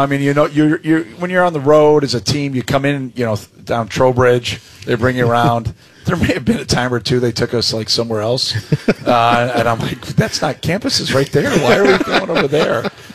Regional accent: Orland Park, Illinois, United States; It reminds me a lot of my hometown in Orland Park, Illinois

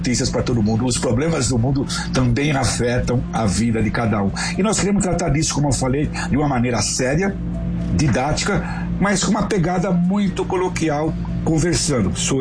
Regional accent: São Paulo, Brazil; Eu nasci no Bom Retiro, em São Paulo, que é o bairro da colônia judaica, hoje colônia coreana.

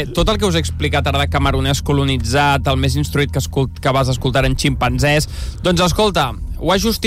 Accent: Catalonia, Spain; Jo sóc català. Jo parlo bé català, saps?

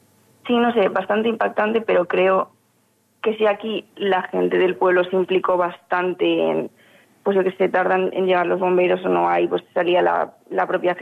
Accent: Community of Madrid, Spain; Inclusive en Madrid los fuegos se acercaron a mi pueblo

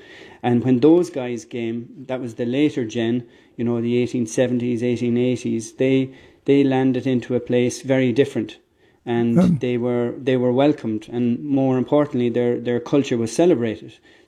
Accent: Ireland; because the Irish being the Irish, we'd find a way.

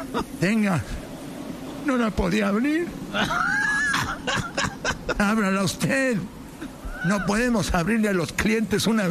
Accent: Mexico; Yo soy mexicano.

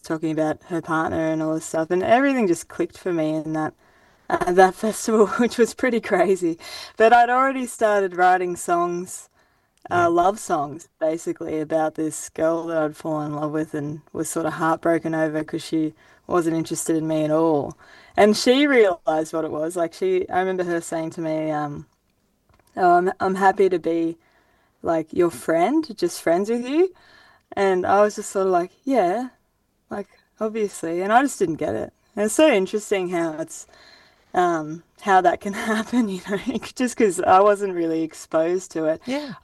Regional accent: Grafton, New South Wales, Australia; born or raised there; now in Cairns, Australia

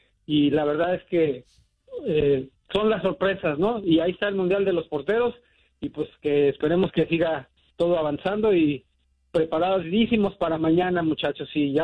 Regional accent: Mexico City, Mexico; Y como dicen allá en mi tierra, Chilangolandia, uh-huh.

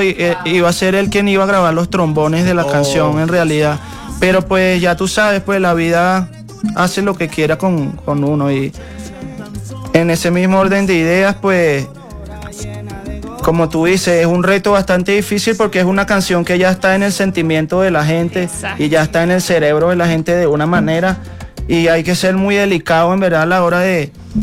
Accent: Venezuela; a nosotros como venezolanos nos gusta mucho también la música de ellos

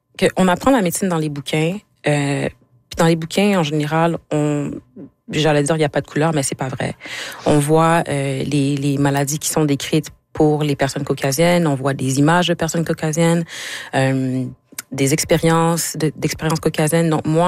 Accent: Quebec, Canada; moved away; Je suis partie du Québec

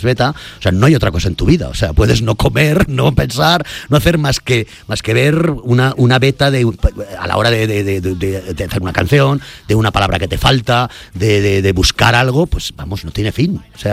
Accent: Benetússer, Valencian Community, Spain; Chaplin, en Benetúser, mi pueblo. Aquí doy un saludo a todos mis paisanos que tuvimos la mala fortuna de que nos pasó la dana y que nos arrasó.

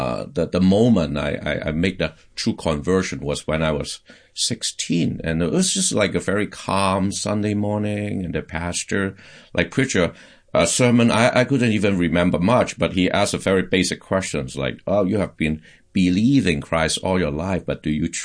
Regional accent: Hong Kong; So I was born and raised in Hong Kong.

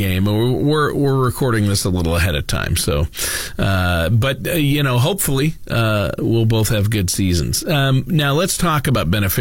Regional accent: Minnesota, United States; I'm from Minnesota

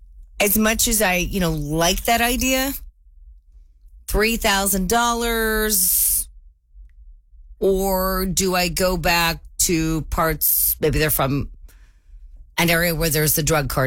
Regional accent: Kansas City, Missouri, United States; moved away; also born or lived in Florida; I moved here from Florida a couple years ago, back to my hometown of Kansas City.

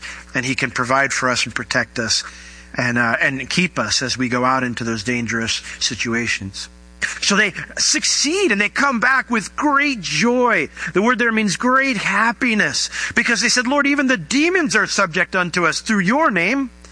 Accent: New York, United States; They traded my favorite player when I was a kid. I grew up in New York.

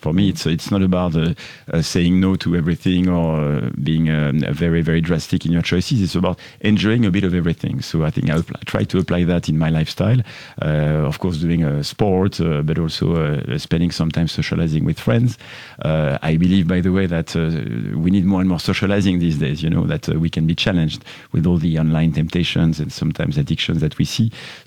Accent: France; accent: French; English is a second language; as you gathered from my accent already, I'm French

